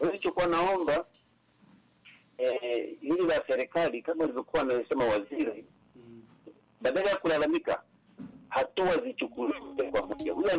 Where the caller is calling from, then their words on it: Mara, Tanzania; natokea Kiamwame Roria.